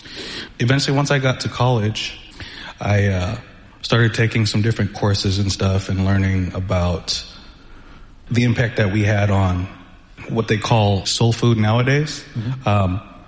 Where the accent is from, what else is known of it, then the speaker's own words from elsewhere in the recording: Renton, Washington, United States; It's like I grew up in Renton and high school over there, Renton Indians.